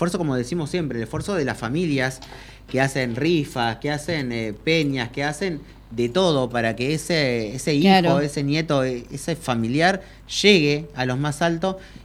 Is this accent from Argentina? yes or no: yes; Argentina; Hoy en día nosotros como argentinos